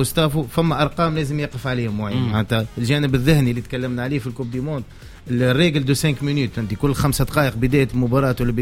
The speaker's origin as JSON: {"language": "Arabic", "country": "Tunisia", "said": "وأنا كمدرب تونسي نفتخر به"}